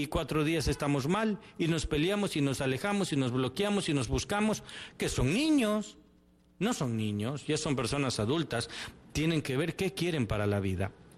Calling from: Cuenca, Azuay, Ecuador; Buenos días con todos ustedes … de Cuenca.

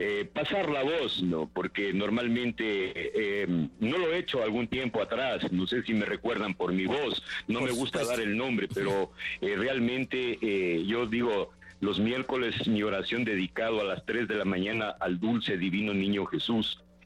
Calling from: Loja, Ecuador; Yo le estoy llamando de la ciudad de la Virgen Santísima Reina Coronada del Cisne, Loja.

